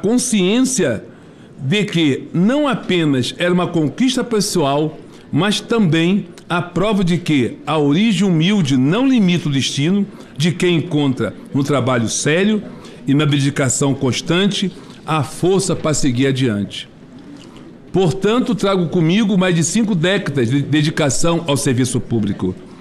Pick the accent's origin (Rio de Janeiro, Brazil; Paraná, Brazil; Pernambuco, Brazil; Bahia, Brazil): Rio de Janeiro, Brazil; Sou natural do Rio de Janeiro